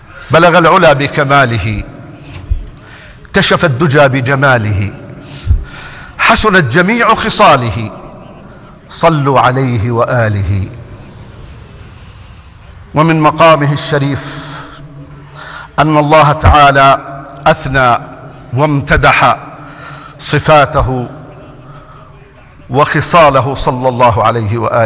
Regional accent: Jordan; احفظ بلدنا الأردن

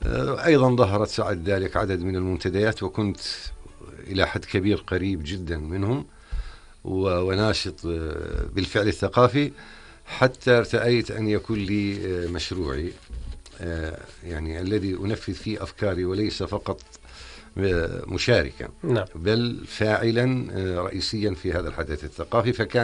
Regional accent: Al-Shajara, Irbid Governorate, Jordan; born there; now in Amman, Jordan; نعم. الشجرة، الشجرة، قرية الشجرة على الحدود الأردنية السورية.

